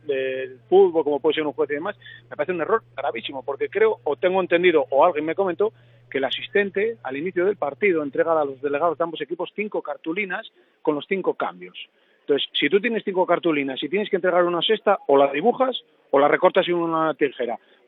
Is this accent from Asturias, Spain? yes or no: yes; Salinas, Asturias, Spain; yo al final soy de Salinas y he entrenado en equipos de Avilés